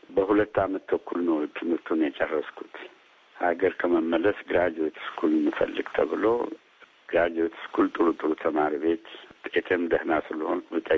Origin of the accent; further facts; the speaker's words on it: Dessie, Amhara, Ethiopia; ላይ ተወለድኩት ደሴ ከተማ ውስጥ ነው። በዛን ጊዜ ኢትዮጵያ ገና ሙሶሊኒ በአንድ በኩል ይፎክራል፣ ጦርነቱ ሊጀመር ሲል እንግዲህ በ1929 በፈረንጅ አቆጣጠር ነው የተወለድኩት።